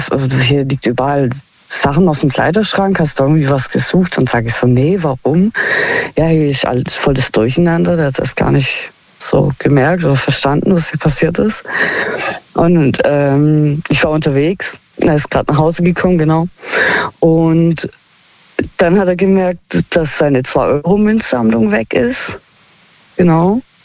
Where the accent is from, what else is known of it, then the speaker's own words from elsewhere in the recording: Heilbronn, Baden-Württemberg, Germany; Aus Heilbronn.